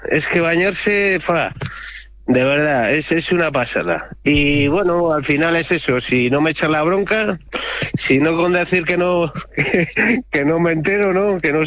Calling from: Spain; cuando digo que soy de España

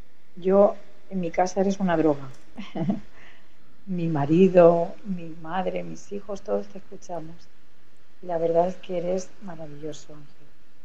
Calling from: Palma, Balearic Islands, Spain; que llamo desde Palma de Mallorca.

